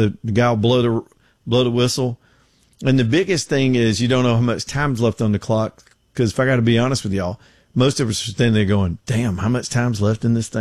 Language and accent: English; United States; He's trying to rib me a little bit about being American.